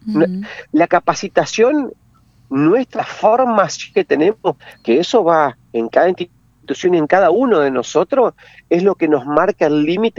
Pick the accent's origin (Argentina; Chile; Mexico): Argentina; General Ramírez, Entre Ríos; Yo soy de General Ramírez. Uh-huh. General Ramírez, 60 kilómetros al sur de la localidad de Paraná, sobre Ruta Nacional número 12.